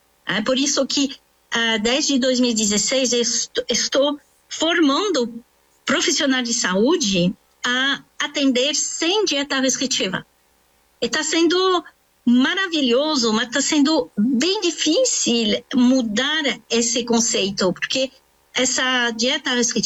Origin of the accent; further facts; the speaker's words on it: France; Portuguese is a second language; moved away as an adult; also born or lived in United States; now in Brazil; eu sou francesa, naturalizada no Brasil, agora sou brasileira, há 26 anos que eu estou no Brasil, e morei também 9 anos nos Estados Unidos.